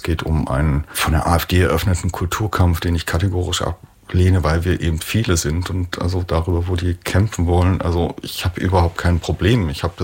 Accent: Halle, Saxony-Anhalt, Germany; ich finde meine Heimatstadt Halle, ich finde es total schön und freue mich, dass ich hier geboren bin und liebe diese Stadt. Ich liebe das Saaletal.

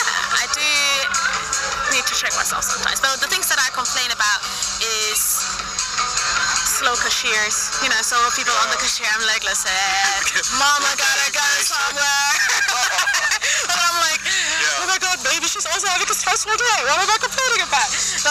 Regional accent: Germany; my parents are from Ethiopia, and I grew up quite poor in Germany

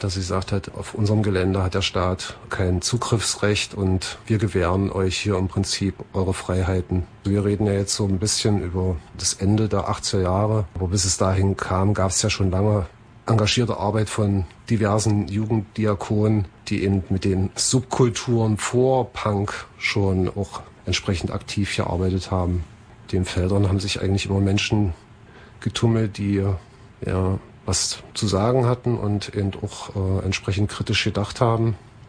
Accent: Halle, Saxony-Anhalt, Germany; also born or lived in Eisleben; Ich wurde 71 in Eisleben geboren und bin relativ jung nach Halle-Neustadt gezogen mit meinen Eltern. Irgendwann dann nach Halle. Und dieses Irgendwann war so mit meinem 17., 18. Lebensjahr.

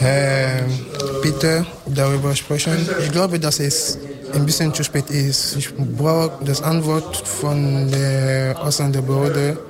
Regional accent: Cameroon; German is a second language; now in Germany; Ich komme aus Kamerun, bin hier in Deutschland seit fast 3 Jahre. Momentan arbeite ich auch in der Schweiz.

